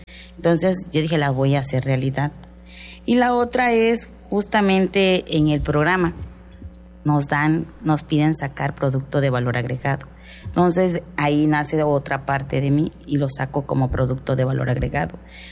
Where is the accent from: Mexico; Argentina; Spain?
Mexico; usted sabe que somos mexicanos